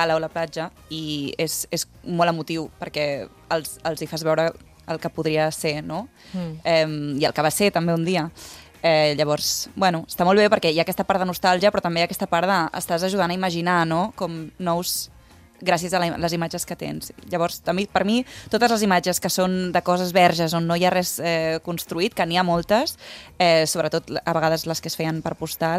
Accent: Barcelona, Catalonia, Spain; now in Mallorca, Spain; Jo no he estat encara, és que jo soc de Barcelona, però clar, ara estic vivint aquí i estic descobrint coses meravelloses.

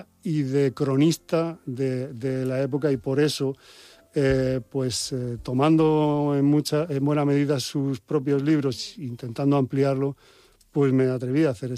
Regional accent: Alicante, Valencian Community, Spain; Yo soy alicantino.

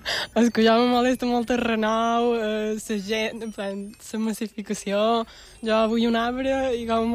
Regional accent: Mallorca, Balearic Islands, Spain

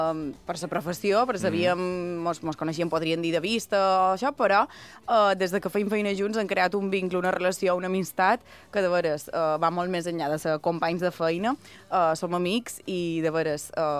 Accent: Sencelles, Balearic Islands, Spain; born or raised there; now in Palma, Spain

